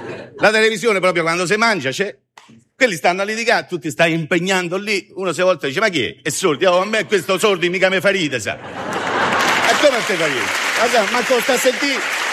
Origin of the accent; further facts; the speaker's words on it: Rome, Lazio, Italy; Io sono romano